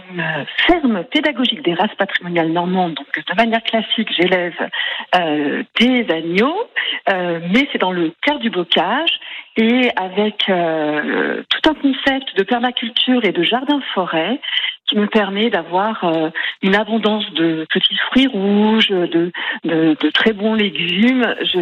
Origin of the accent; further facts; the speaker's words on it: Ecuador; now in France; j'ai vécu mon enfance en Amérique du Sud, en Équateur, le pays de la Pachamama, et dans une grande ferme avec moutons, alpagas.